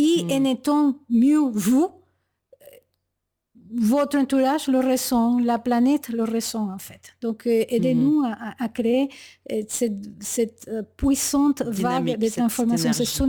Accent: Venezuela; C'est que je suis déjà née dans une tradition. Et je viens des Indiens guajiros, du Venezuela.

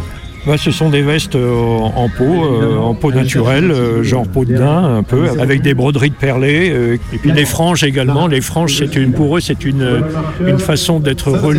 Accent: Saint-Étienne, Auvergne-Rhône-Alpes, France

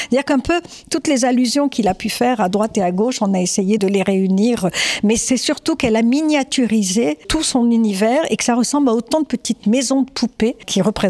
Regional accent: Algeria; Alors moi, je venais d'Algérie, j'étais noiraude un peu.

